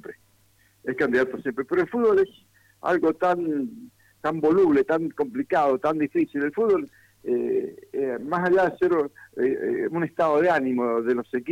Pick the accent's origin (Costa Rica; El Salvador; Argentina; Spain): Argentina; Nosotros como argentinos que somos